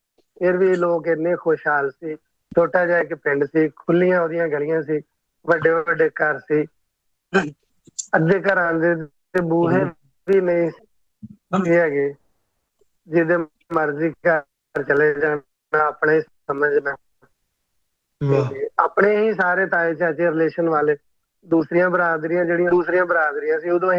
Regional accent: Punjab, Pakistan; now in Muscat, Oman; ਮੈਂ ਚੱਕਰਗੜ੍ਹ ਤੋਂ ਬਿਲੋਂਗ ਕਰਨਾ ਸਰਹੱਦੀ ਏਰੀਆ ਬਾਰਡਰ ਲਾਈਨ ਤੋਂ ਬਿਲਕੁਲ ਜ਼ੀਰੋ ਲਾਈਨ ਤੇ ਜਲਾਲਾ ਸ਼ਰੀਫ ਪਿੰਡ ਦਾ ਨਾਂ ਹੈ ਅੱਜ ਵੀ ਆਬਾਦ ਇੰਡੀਆ ਪਾਕਿਸਤਾਨ ਬਣਨ ਤੋਂ ਪਹਿਲਾਂ ਦਾ ਆਬਾਦ ਹੈ ਹਾਂਜੀ ਚੱਕਰਗੜ੍ਹ ਦਾ ਸਰਹੱਦੀ ਏਰੀਆ ਜ਼ੀਰੋ ਲਾਈਨ ਤੇ ਜਲਾਲਾ ਸ਼ਰੀਫ ਦੇ ਪਿੰਡ ਦੇ ਨਾਲ ਇੱਕ ਛੋਟਾ ਜਿਹਾ ਪਿੰਡ

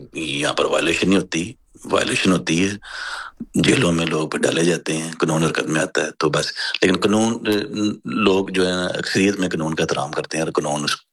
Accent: Pakistan; now in Sweden; میں خود بھی پاکستانی ہوں.

